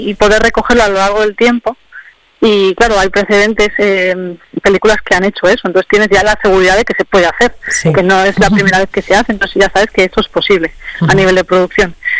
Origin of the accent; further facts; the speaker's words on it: San Sebastián, Basque Country, Spain; born there; Yo no nací en Carrión, yo nací en San Sebastián, en País Vasco.